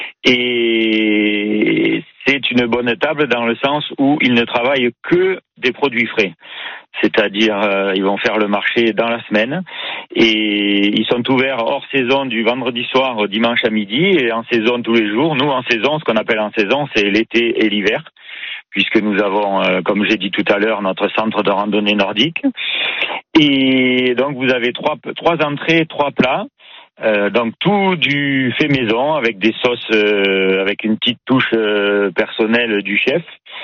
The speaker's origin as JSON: {"language": "French", "town": "Saint-Dalmas-le-Selvage", "region": "Provence-Alpes-Côte d'Azur", "country": "France", "tie": "born or raised there", "said": "je suis natif de Saint-Dalmas"}